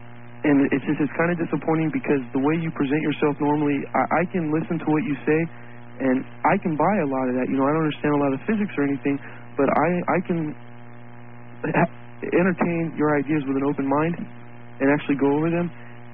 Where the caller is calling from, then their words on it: Long Beach, California, United States; from Long Beach.